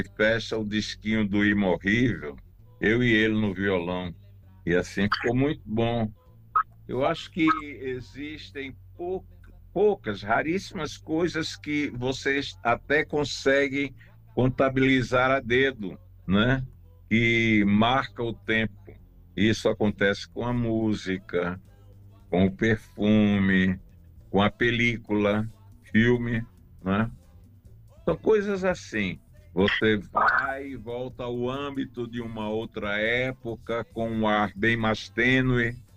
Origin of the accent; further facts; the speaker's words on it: Pernambuco, Brazil; conseguiu uma verba para fazer um documentário comigo, que sou de Pernambuco.